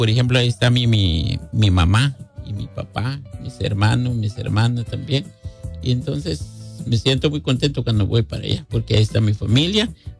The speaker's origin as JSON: {"language": "Spanish", "region": "Quiché", "country": "Guatemala", "moved": "yes", "lives_now": "Omaha, Nebraska, United States", "said": "Yo no soy de Petén, yo soy del Quiché."}